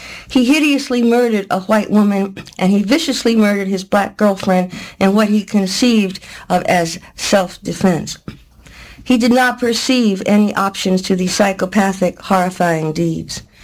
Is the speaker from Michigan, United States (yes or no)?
no; Brooklyn, New York, United States; but I'm black, and I come from Brooklyn, and I grew up fighting, and I grew up and I got out of Brooklyn